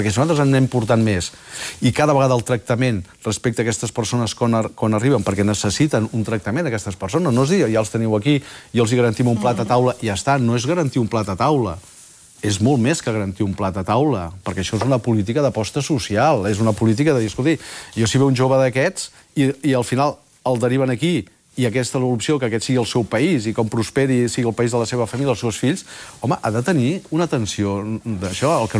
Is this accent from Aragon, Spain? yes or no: no; Catalonia, Spain; born there; Bueno, jo he nascut a Catalunya...